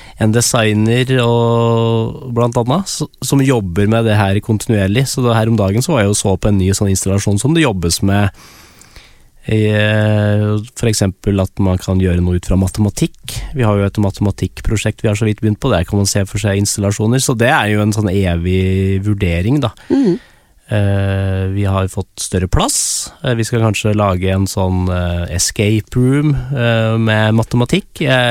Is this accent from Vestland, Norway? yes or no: no; Innlandet, Norway; born there; For jeg har I hvert fall vokst opp med at jeg leste I Oppland Arbeiderblad